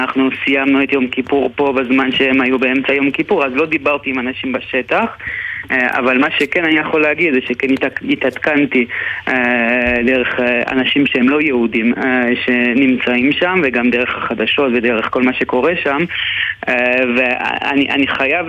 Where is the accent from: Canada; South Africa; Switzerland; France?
Canada; Montreal, Quebec; לוודא שכשיש אירוע כמו בית ספר שלי שבו איפה שגדלתי במונטריאול ששולחים בו עליו בקבוק תעבירה